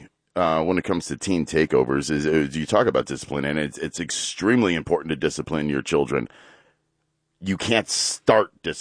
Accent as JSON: {"language": "English", "town": "Garfield Heights", "region": "Ohio", "country": "United States", "tie": "born or raised there", "said": "I grew up in Garfield Heights."}